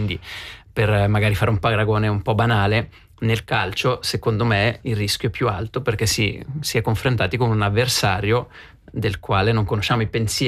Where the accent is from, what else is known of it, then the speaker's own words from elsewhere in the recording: Biasca, Ticino, Switzerland; sono di Biasca